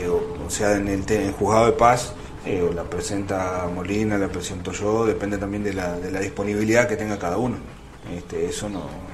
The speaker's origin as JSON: {"language": "Spanish", "region": "Salto", "country": "Uruguay", "said": "No, yo soy salteño."}